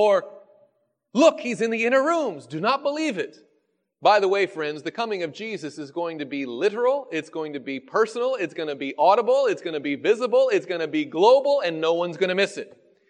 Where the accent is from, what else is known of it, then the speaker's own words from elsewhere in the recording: the South, United States; I grew up in the South, and we have a saying that something is fast or as quick as greased lightning.